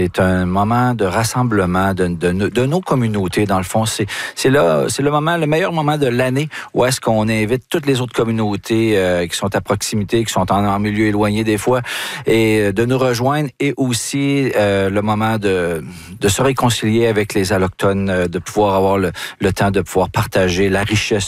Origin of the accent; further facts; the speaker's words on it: Wendake, Quebec, Canada; notre powwow chez nous à Wendake.